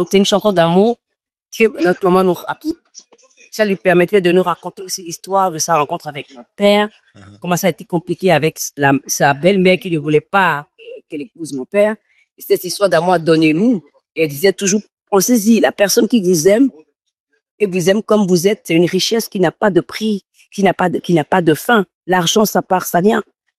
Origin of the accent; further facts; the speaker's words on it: Benin; now in New York, United States; moi, j'ai grandi en Afrique, au Bénin